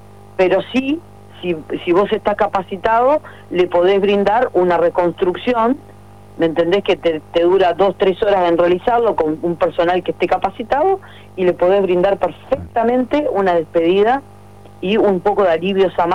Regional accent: Uruguay; siendo uruguaya

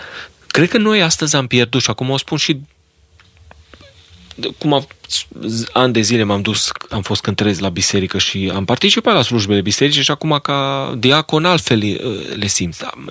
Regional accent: Romania; pentru că eu sunt român și așa mă consider ca un bun român și îmi iubesc neamul

